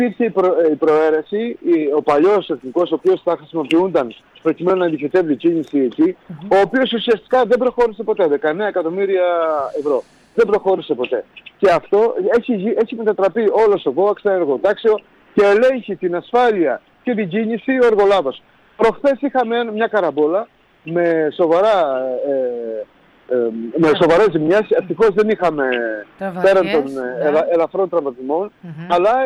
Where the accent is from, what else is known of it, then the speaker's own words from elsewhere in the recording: Greece; εμείς ως Έλληνες θα ανεχόμαστε γιατί είμαστε δίπλα από το σπίτι μας